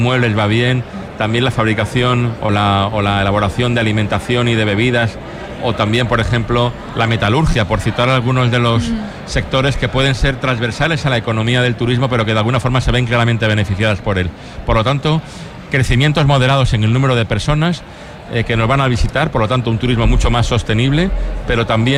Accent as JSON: {"language": "Spanish", "town": "Málaga", "region": "Andalusia", "country": "Spain", "said": "me he presentado como un malagueño"}